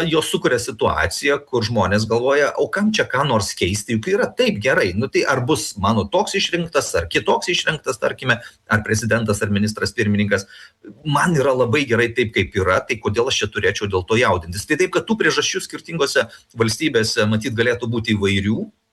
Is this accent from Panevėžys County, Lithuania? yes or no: yes; Pakruojis, Panevėžys County, Lithuania; Ar iš kur aš kilęs, aš iš Pakruojo